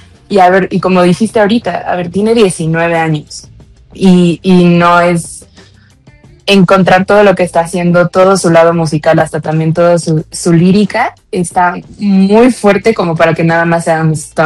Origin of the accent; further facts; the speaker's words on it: Mexico; hasta nosotros como mexicanos